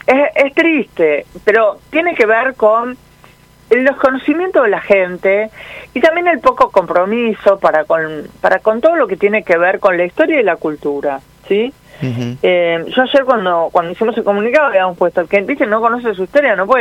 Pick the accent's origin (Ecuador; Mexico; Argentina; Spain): Argentina; Quilmes, Buenos Aires Province